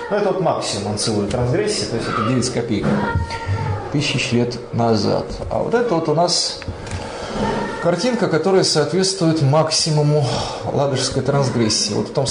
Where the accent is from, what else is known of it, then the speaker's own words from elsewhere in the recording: Lodeynoye Pole, Leningrad Oblast, Russia; Потому что я сам уроженец Ладейного, и там, соответственно, там есть, вот эти эти отложения, они там есть.